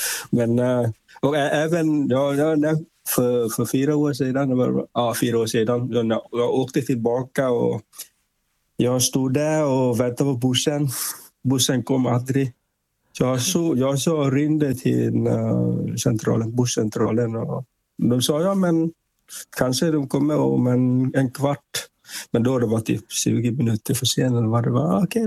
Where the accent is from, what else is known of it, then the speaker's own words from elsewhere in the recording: Vietnam; Swedish is a second language; Min far, alltså, han jobbar då i huvudstad i Hanoi, och sen jag kommer från Milestra området.